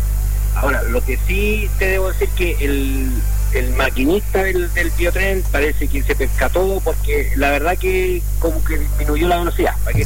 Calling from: Chile; estamos como buen chileno esperando

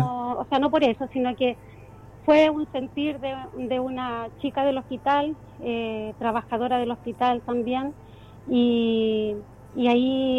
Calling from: Yungay, Ñuble, Chile; aquí en Yungay somos 6 voluntarias de Damas de Blanco

